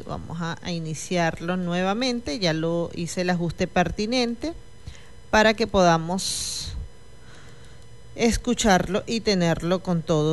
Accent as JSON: {"language": "Spanish", "country": "Venezuela", "said": "de lo que somos capaces los venezolanos"}